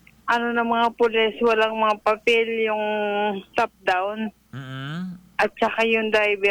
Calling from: Narra, Mimaropa, Philippines; Taga Nara po. Antipuluan, Nara Palawan.

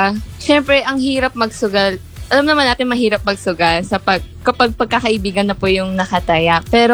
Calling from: San Jose del Monte, Central Luzon, Philippines; Sa San Jose, Bulacan po.

